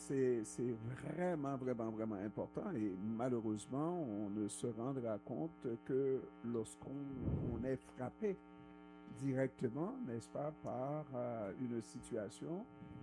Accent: Haiti; now in Canada; alors que moi, je viens d'arriver d'Haïti, je ne suis pas sans abri.

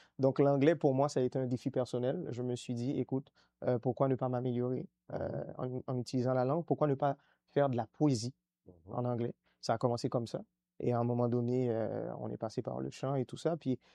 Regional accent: Haiti; quand on se rappelle de nos racines, nous, Haïtiens, nous venons de l'ouest de l'Afrique

